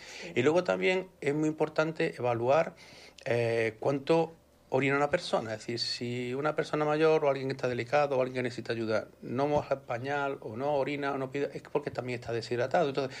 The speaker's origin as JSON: {"language": "Spanish", "town": "Córdoba", "region": "Andalusia", "country": "Spain", "tie": "born or raised there", "moved": "yes", "lives_now": "Málaga, Spain", "said": "yo soy de Córdoba, yo soy de interior, entonces a la hora de apreciar el calor y la humedad es distinta. Llevo ya muchos años en Málaga"}